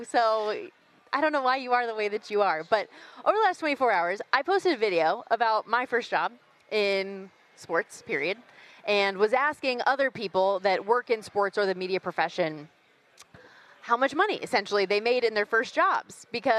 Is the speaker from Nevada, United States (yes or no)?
yes; Las Vegas, Nevada, United States; I grew up in Vegas, obviously